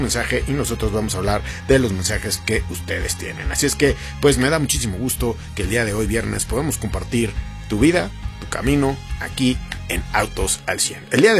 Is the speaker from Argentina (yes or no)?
no; Mexico; nosotros como mexicanos